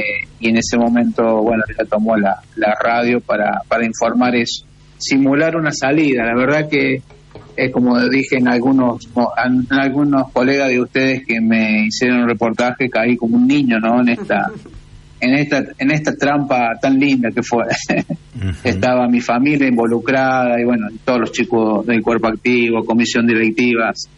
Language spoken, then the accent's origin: Spanish; Mendoza, Argentina; born there; now in Coronel Moldes, Argentina; Yo soy nacido en Mendoza y en el año 81 vine a vivir a Coronel Montes.